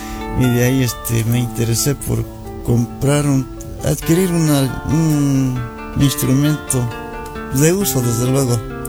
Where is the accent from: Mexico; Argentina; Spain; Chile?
Mexico; yo soy originario de la comunidad del Pedregal, municipio de San Bartolo.